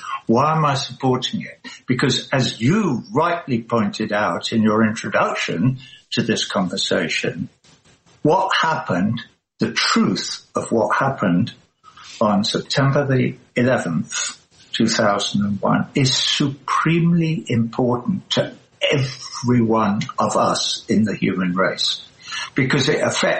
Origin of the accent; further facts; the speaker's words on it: England, United Kingdom; innocent Englishman who by chance happened to be on the 106th floor of Tower One is anathema to me as an Englishman.